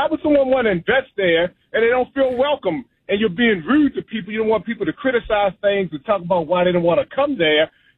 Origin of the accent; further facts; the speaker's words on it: Baltimore, Maryland, United States; because I grew up in Baltimore.